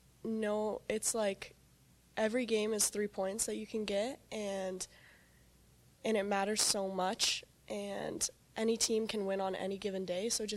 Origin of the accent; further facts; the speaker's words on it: Portland, Oregon, United States; So I'm from Portland, Oregon